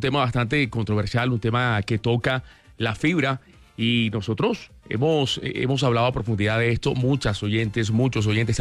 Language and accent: Spanish; Barranquilla, Atlántico, Colombia; moved away; cuando me vine de Barranquilla